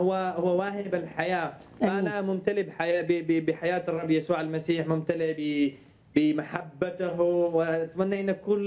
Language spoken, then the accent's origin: Arabic; Yemen; أنا كإنسان يمني